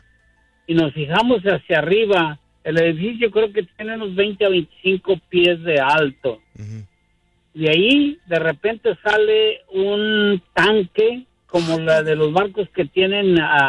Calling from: Houston, Texas, United States; yo vivo en Houston, en el área del Northwest.

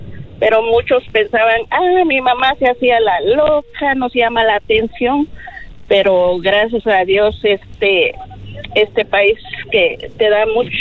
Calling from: Towson, Maryland, United States; de la ciudad de Towson.

